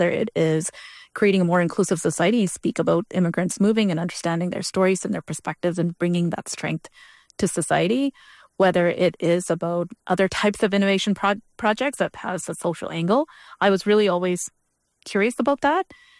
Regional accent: Saudi Arabia; also born or lived in Chennai, India; now in Canada; I was born in India, in a town called Chennai, which is in the southern part of India. And I lived in India for a few years, but for most of my childhood, I spent it in Saudi Arabia.

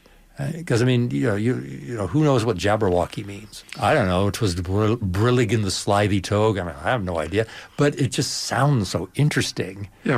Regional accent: Toronto, Ontario, Canada; I was born and raised in Toronto.

